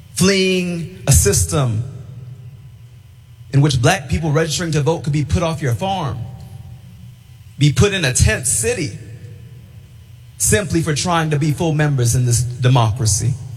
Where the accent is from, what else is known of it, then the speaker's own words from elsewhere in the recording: Tennessee, United States; I come from the Confederate state of Tennessee.